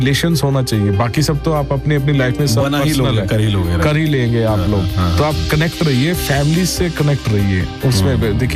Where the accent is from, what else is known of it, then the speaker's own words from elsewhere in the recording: Anandpur Sahib, Punjab, India; तो हम लोग उसी धरती से हैं जहाँ पे इसकी शुरुआत हुई, अनंतपुर साहिब। तो अनंतपुर साहिब इज अवर तहसील, पहले तहसील अभी नंगल है